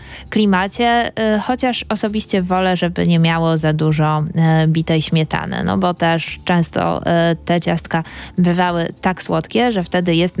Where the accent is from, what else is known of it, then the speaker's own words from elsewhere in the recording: Silesian Voivodeship, Poland; moja rodzinna okolica także w takie miejsca obfituje, a szczególnie piękne malownicze miasto Gliwice